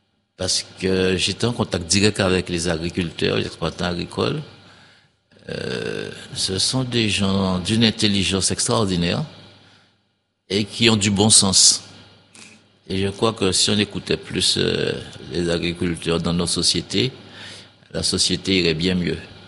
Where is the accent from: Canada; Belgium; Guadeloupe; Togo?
Guadeloupe; je suis retombé dans ma région d'origine, c'est-à-dire l'agglomération